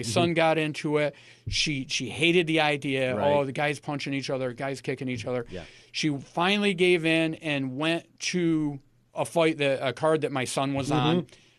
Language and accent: English; Watertown, New York, United States; I'm from Watertown originally. This is my hometown.